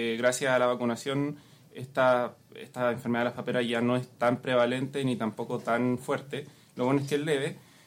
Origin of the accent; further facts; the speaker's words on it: Coronel, Biobío, Chile; Yo soy de Concepción, Coronel.